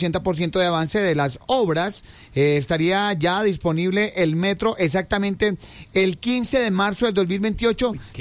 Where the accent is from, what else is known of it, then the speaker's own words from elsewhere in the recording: Colombia; Eso definitivamente nos deja muy bien parados como colombianos